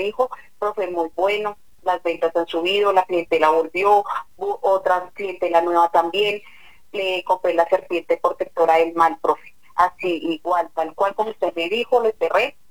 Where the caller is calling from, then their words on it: Sogamoso, Boyacá, Colombia; Desde Sogamoso, Boyacá.